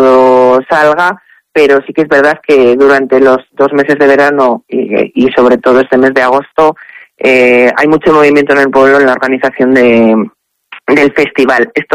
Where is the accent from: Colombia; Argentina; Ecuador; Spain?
Spain; Villangómez, Castile and León; Yo soy de Villangómez de toda la vida y ahora cuando digo, soy de Villangómez, saben perfectamente situarlo en el mapa.